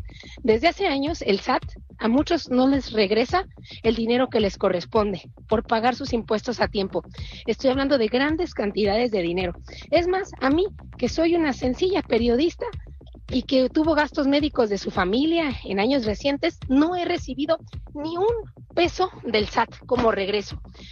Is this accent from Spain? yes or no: no; Mexico; Y ahí vamos a comparar ustedes, si no somos los mexicanos los que estamos pagando todos los programas sociales